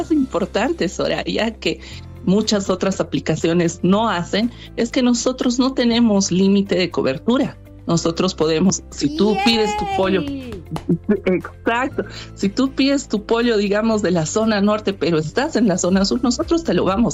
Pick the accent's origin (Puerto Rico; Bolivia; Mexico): Bolivia; nosotros somos bolivianas